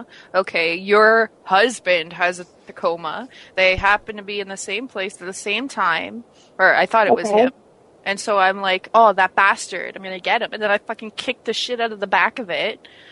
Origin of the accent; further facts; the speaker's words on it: Canada; Are you making fun of me because I'm Canadian?